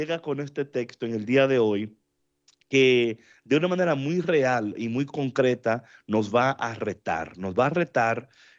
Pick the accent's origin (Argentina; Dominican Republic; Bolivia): Dominican Republic; now in León, Mexico; como dicen por ahí en mi país de la República Dominicana.